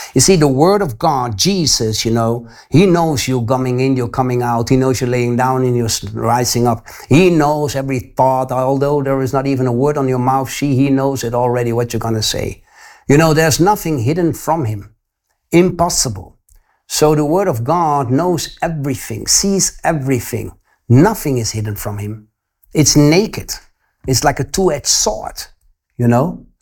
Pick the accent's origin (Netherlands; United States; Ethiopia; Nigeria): Netherlands; English is a second language; like I'm from Holland, but I'm convicted in Portugal, you know